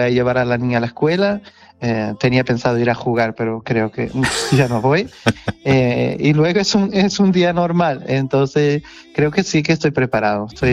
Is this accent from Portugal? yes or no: yes; Portugal; Spanish is a second language; lo que traigo es mi acento. Yo estoy muy orgulloso del portugués, de la lengua portuguesa y también cómo la hablan los portugueses, ¿sabes?